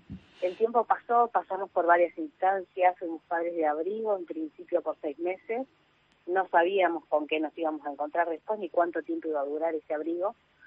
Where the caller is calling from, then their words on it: General Pacheco, Buenos Aires Province, Argentina; soy de Pacheco.